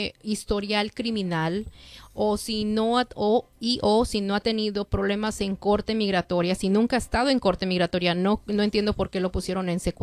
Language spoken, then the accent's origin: English; Guatemala; now in United States; So, I'm a citizen of Guatemala. I'm a green card holder. In my last trip, I traveled to my home country, Guatemala